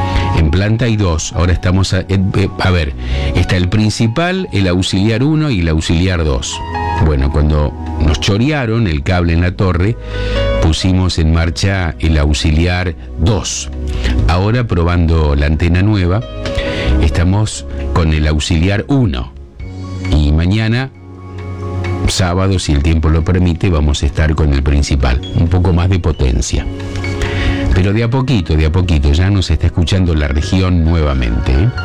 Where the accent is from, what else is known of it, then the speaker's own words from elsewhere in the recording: Arequito, Santa Fe, Argentina; Arequito, mi pueblo